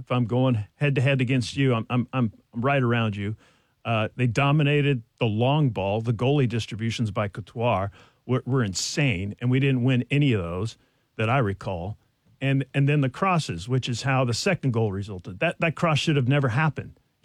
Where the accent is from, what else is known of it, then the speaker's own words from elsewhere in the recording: San Diego, California, United States; Went back to San Diego, my hometown